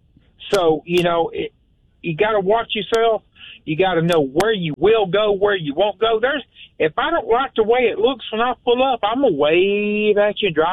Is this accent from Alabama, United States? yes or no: yes; Alabama, United States; I'm originally from Walk County. So is she.